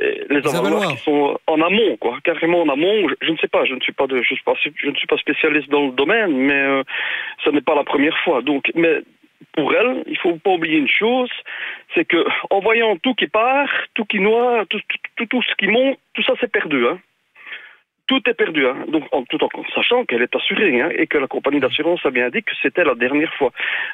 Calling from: Charleroi, Wallonia, Belgium; Chez moi, j'habite sur Montigny-sur-Sambre.

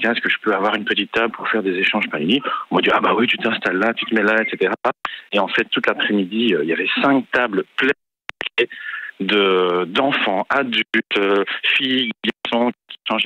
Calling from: Neder, France; la fête de la jeunesse qui était organisée chez nous à Neder

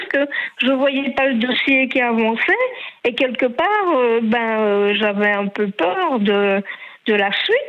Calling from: Nalinnes, Wallonia, Belgium; je viens de Naline.

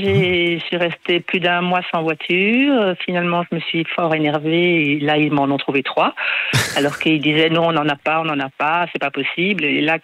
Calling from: Jette, Brussels-Capital Region, Belgium; J'habite à Jette, oui.

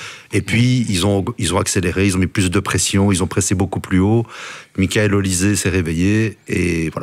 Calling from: Belgium; je tiens à préciser que je suis belge.

